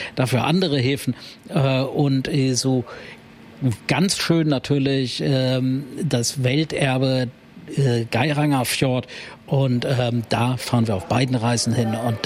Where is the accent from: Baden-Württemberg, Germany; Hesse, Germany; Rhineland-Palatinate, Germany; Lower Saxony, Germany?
Lower Saxony, Germany; also born or lived in Hanover; now in Australia; Also ich bin ja in Hannover geboren, in Niedersachsen aufgewachsen und die große weite Welt hat mich immer fasziniert. Ich lebe seit mittlerweile 30 Jahren in Australien